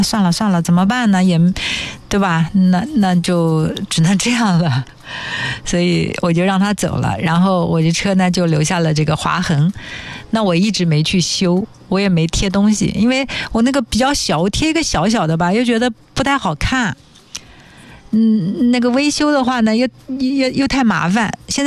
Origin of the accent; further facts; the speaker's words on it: China; 作为中国人也特别的骄傲